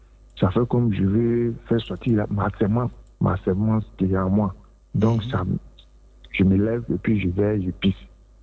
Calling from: Abidjan, Côte d’Ivoire; je vous appelle de Abodoumé Santé.

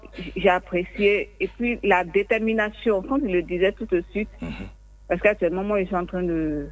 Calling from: Yopougon, Abidjan, Côte d’Ivoire; je suis à Yopougon

